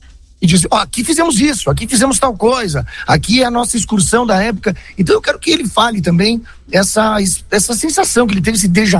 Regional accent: Brazil; com brasileiros, quando sabem que somos brasileiros.

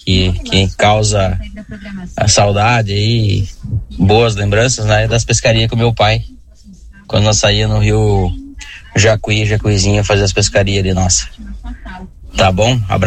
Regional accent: Campos Borges, Rio Grande do Sul, Brazil; now in Marau, Brazil; eu sou natural de Campos Borges, vim da linha Teodoro.

